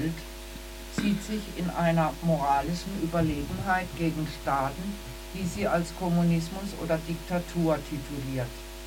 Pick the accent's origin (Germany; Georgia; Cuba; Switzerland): Cuba; dem Publikum meine Geschichte, meine Kindheit in Kuba zu vermitteln. Wir wissen alle, was gerade auf Kuba los ist.